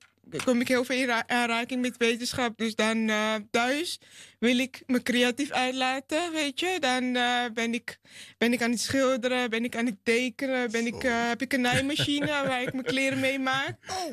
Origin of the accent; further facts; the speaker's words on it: Amsterdam, North Holland, Netherlands; also born or lived in Suriname; En ik kom natuurlijk wel geboren in Suriname, opgegroeid in Amsterdam-Oost.